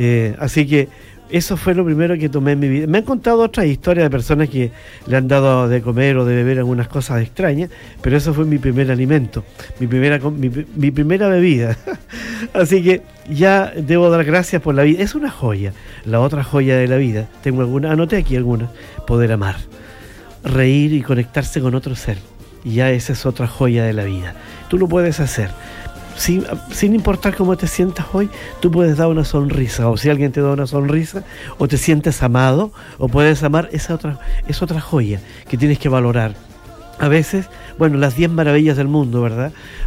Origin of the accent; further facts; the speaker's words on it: Chillán Viejo, Ñuble, Chile; born there; Nací en un lugar muy pequeño. Así que, bueno, yo soy más Chillán Vejano que cualquiera porque nací allá, en Chillán Viejo. Y, bueno, nací ahí en forma así. No me vacunaron cuando nací.